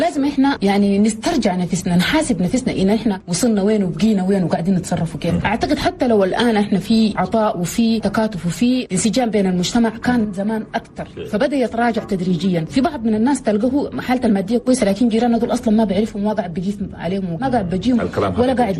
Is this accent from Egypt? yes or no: no; Chad; عندنا الكرم، ما ممكن تضبح إنت وجارك ما ضابح تخلي، وده شيء جانب جميل جدا ومن ميزاتنا نحن كتشاديين